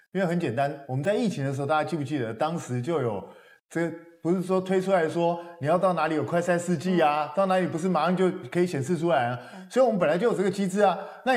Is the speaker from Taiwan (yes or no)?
yes; Taiwan; 我们台湾人